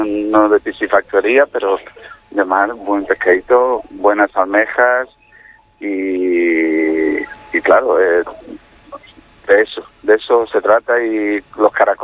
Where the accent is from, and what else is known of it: Portugal; Spanish is a second language; now in Badajoz, Spain